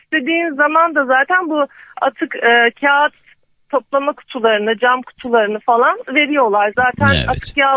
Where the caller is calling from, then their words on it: Istanbul, Turkey; Maltepe'den.